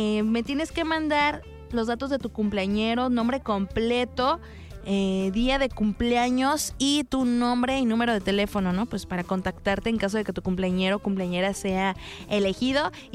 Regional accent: Mexico

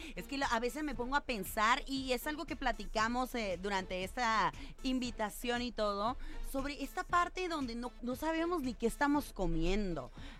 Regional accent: Ensenada, Baja California, Mexico; somos de Ensenada

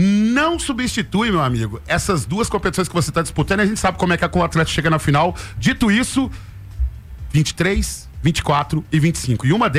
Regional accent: Minas Gerais, Brazil; fui criado jogando bola no Buracão ali no bairro da Lagoa

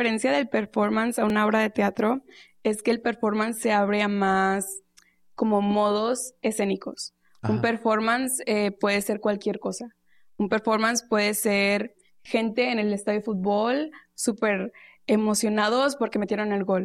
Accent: Mexico; yo como mexicana, ¿qué aporto con mi, claro, con mi lenguaje, con mi conocimiento, con sí, mis símbolos, con mis rituales, etcétera?

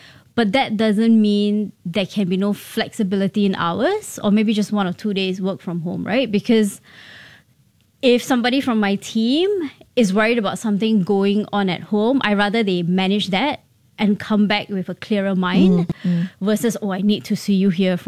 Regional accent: India; being an Indian woman in a senior role, it's not very common.

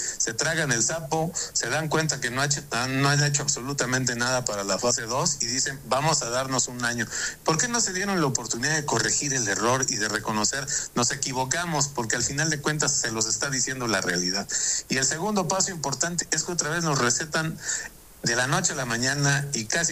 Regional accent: Mexico

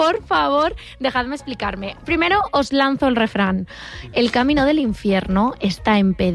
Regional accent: Madrid, Community of Madrid, Spain; siendo madrileña

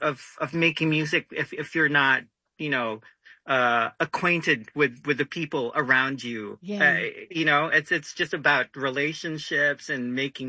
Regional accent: Philippines; moved away

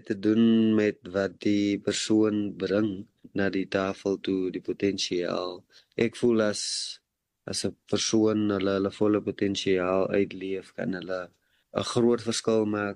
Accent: Port Elizabeth, Eastern Cape, South Africa; Ek is van Treberga in die Ooskaap, dit is waar ek groot geword het. Dit was natuurlik Port Elizabeth

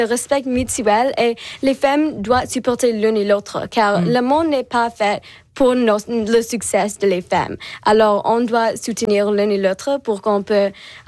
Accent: Ontario, Canada; je viens de la région du Halton

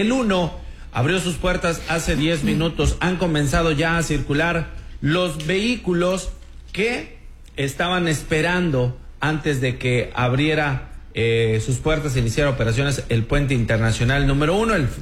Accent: Mexico; pero pues como buenos mexicanos, ¿no?

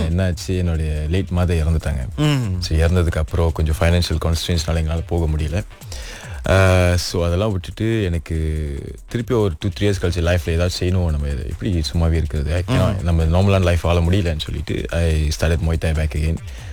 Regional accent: Penang, Malaysia; நான் பிணைங்களை பிறந்து வளர்ந்து பிணைங்களை தான்.

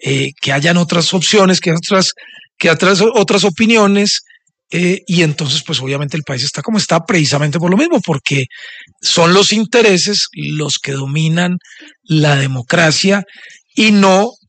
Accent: Riosucio, Caldas, Colombia; also born or lived in Medellín; yo nací en Medellín, yo soy de un pueblo que se llama Recicio Caldas y me llevaron al hospital a nacer a Medellín.

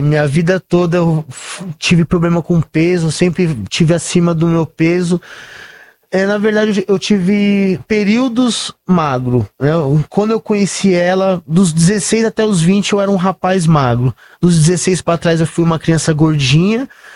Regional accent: São Paulo, Brazil; Somos São Miguel Paulista.

